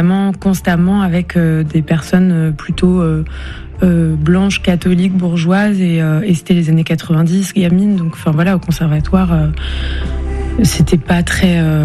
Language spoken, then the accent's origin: French; France; je me sentais française d'origine algérienne. Et aujourd'hui, je me sens vraiment algérienne de France.